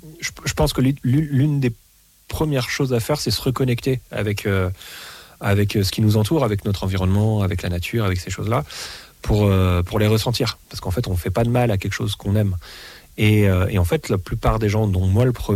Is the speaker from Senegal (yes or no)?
no; France; first language French; also born or lived in Paris; Alors j'ai des origines américaines, tout ça, ce qui fait que je prétextais l'anglais, mais si je me raconte pas d'histoire, en fait, je suis français, je lis des livres en français.